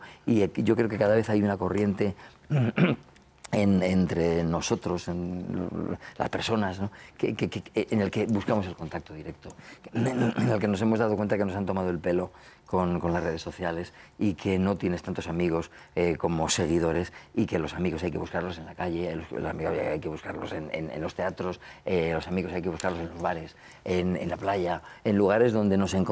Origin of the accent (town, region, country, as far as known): Logroño, La Rioja, Spain